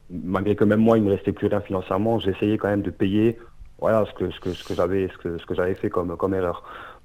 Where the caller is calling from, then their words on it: Grand Est, France; Je suis en Alsace-Moselle.